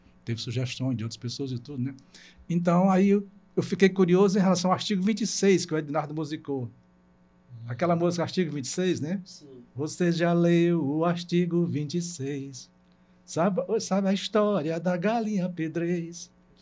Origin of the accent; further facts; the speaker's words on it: Maranguape, Ceará, Brazil; Por sinal, eu sou natural de Maranguape também, sou vizinho seu de Maracanaú, né?